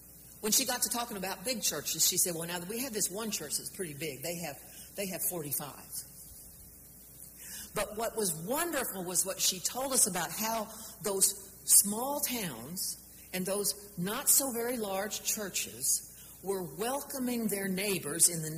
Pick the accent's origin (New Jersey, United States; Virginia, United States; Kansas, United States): Kansas, United States; Topeka; born there; I was born in Topeka, which was at the time the second largest town, city in Kansas. And Mother and Daddy grew up in Valley Falls, which is about 35 miles north